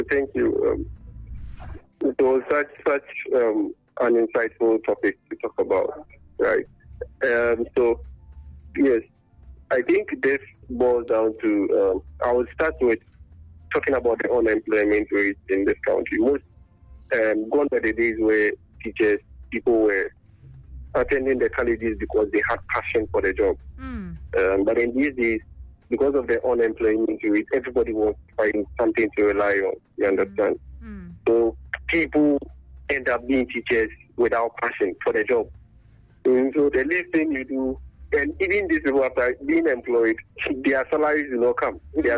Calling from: Accra, Greater Accra, Ghana; I'm calling from Accra.

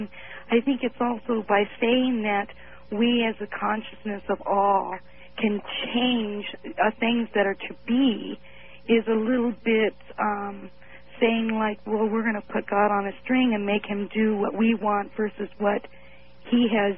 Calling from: Seattle, Washington, United States; in Seattle.

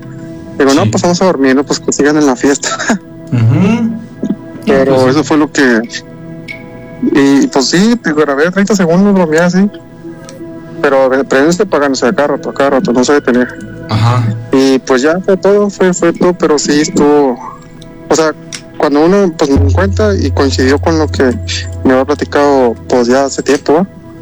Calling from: Tamaulipas, Mexico; Ok, bueno, sí … de Tamaulipas.

